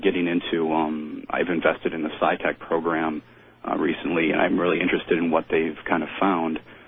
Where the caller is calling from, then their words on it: Iowa, United States; calling from Iowa.